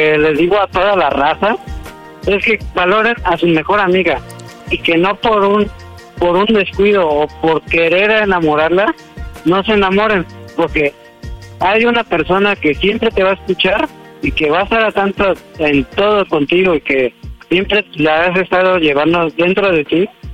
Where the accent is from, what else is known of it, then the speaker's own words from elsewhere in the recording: Oaxaca, Mexico; Tengo 31 años y soy de Oaxaca.